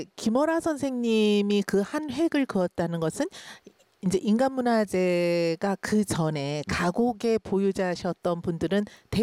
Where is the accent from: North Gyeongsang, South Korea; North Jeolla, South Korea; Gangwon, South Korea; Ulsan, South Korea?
North Gyeongsang, South Korea; Gyeongju; born there; moved away; also born or lived in Seoul; 이제 저희가 고향이 경주인데